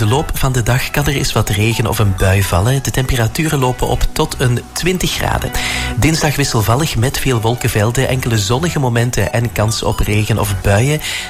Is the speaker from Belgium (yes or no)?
yes; Flanders, Belgium; En als Vlaming toch een beetje jaloers, moet ik zeggen.